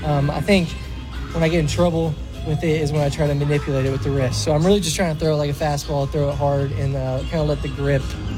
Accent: Atlanta, Georgia, United States; Chipper growing up in Atlanta.

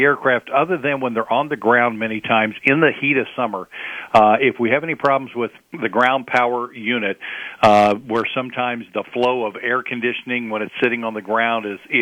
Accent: United States; born there; I won the lottery by being born an American.

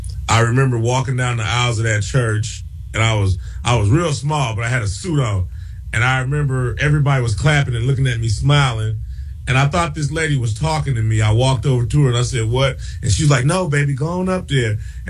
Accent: Mobile, Alabama, United States; also born or lived in Los Angeles; Around 5 years old, my mom, she got real sick, and, you know, my dad didn't want her to, you know, die on his watch, and so he sent her back to Mobile, Alabama, and I had to go with her.

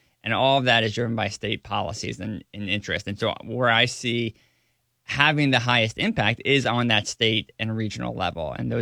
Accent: Delaware County, Pennsylvania, United States; also born or lived in Tacoma, Washington; Pennsylvania is where I grew up. I grew up in Delaware County, Pennsylvania. And it's where I've done my entire journalism career. I've lived out of state for 1 year. I lived in Tacoma, Washington.

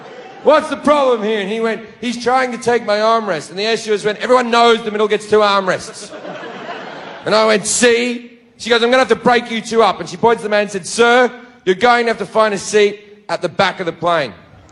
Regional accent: Australia; And I was like, that's the British, I'm Australian, you racist.

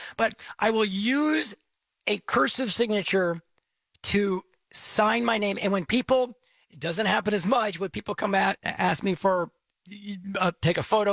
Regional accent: Texas, United States; I am from Texas. I am based in Texas. I am heard worldwide, but I am very proud of the great state of Texas.

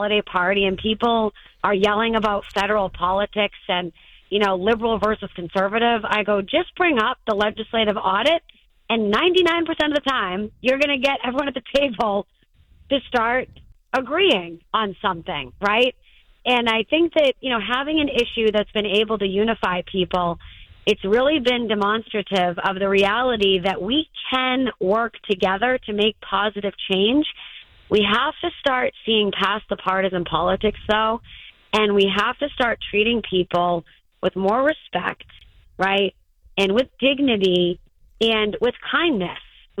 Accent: Methuen, Massachusetts, United States; also born or lived in Lawrence; I'm a kid from the Merrimack Valley. I was born and raised in Methuen, grew up in Lawrence too.

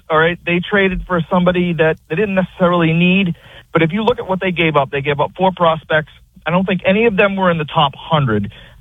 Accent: Boston, Massachusetts, United States; So I am from Boston, okay?

